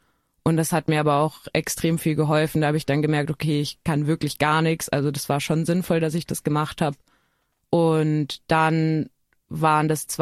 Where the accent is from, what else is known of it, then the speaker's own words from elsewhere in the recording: Bavaria, Germany; ich komme ja eben aus Bayern und auf dem Dorf